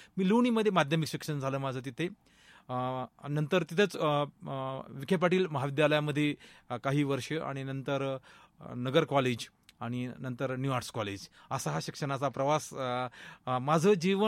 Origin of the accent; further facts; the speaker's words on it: Karanji, Maharashtra, India; माझं बालपण करंजी म्हणून आहे, नगर पाथर्डी रोडवरती करंजी आहे. तिथून 3 किलोमीटरवरती गर्भगिरी डोंगररांगाच्या पायथ्याशी खंडोबाची वाडी म्हणून 1,000 लोकवस्तीचं गाव आहे. त्या ठिकाणी बालपण गेलं, ज्याला प्राथमिक शिक्षण तिथेच झालं.